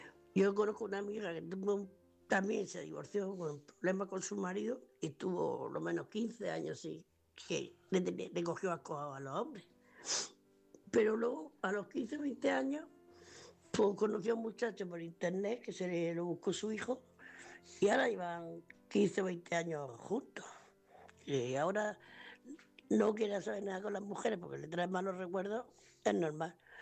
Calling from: Murcia, Region of Murcia, Spain; de Murcia.

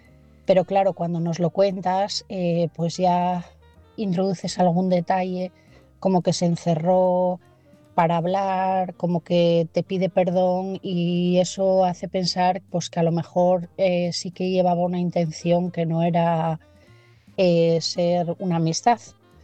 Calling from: Asturias, Spain; de Asturias y mi mensaje esta noche es para Loli.

